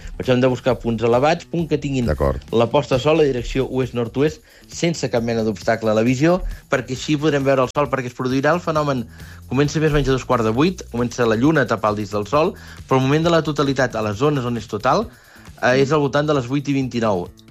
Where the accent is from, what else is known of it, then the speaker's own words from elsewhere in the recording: Barcelona, Catalonia, Spain; jo sóc del barri de Gràcia de Barcelona i porto gairebé 20 anys treballant aquí a Àgil.